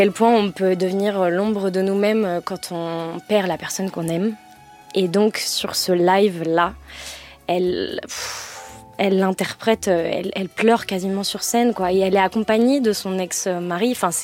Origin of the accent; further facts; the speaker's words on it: Rennes, Brittany, France; Je suis originaire de Rennes, ouais.